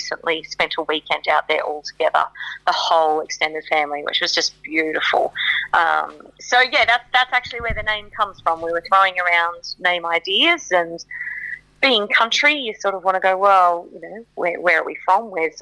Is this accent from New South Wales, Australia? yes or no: yes; Orange, New South Wales, Australia; I'm from Orange in New South Wales, and just 10 minutes outside of Orange is a little locality called Nashdale.